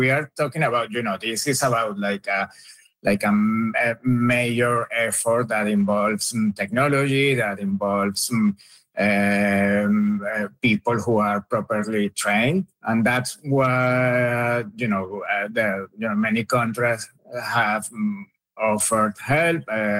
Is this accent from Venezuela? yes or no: yes; Caracas, Capital District, Venezuela; English is a second language; They are in Caracas. I'm originally from Caracas.